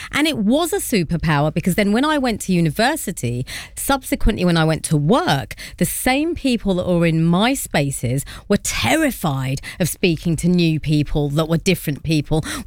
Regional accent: Wembley, London, United Kingdom; I was born and bred in Wembley

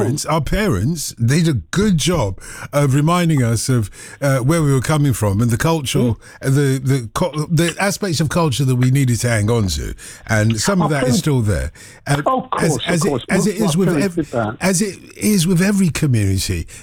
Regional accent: Nigeria; I'm Nigerian.

